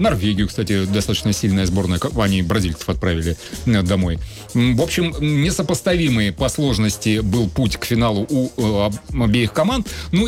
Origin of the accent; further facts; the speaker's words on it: Russia; я имею в виду россияне.